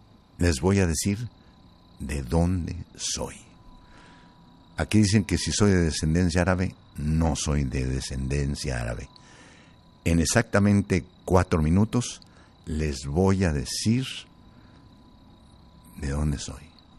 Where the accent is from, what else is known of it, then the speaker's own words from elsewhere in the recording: Zacatecas, Mexico; moved away as an adult; now in Los Angeles, United States; fuimos hasta Zacatecas, a filmar la casa donde yo nací, donde yo jugaba, el colegio donde yo estudié, donde hice la primaria, la secundaria, la preparatoria